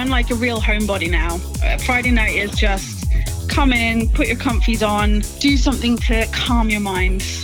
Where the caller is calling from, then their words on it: Paignton, South West England, United Kingdom; I'm in Paignton in Devon